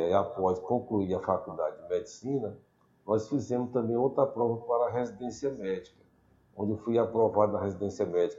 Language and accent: Portuguese; Codó, Maranhão, Brazil; Eu sou codoense, nasci em Codó no ano de 1967. Durante toda a minha infância, eu permaneci em Codó